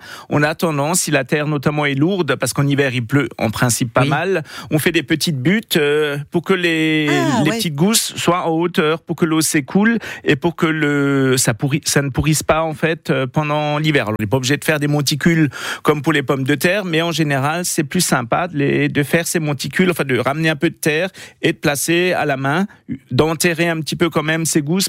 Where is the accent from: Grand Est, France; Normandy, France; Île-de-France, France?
Grand Est, France; on utilise plutôt du blanc et du violet chez nous en Alsace.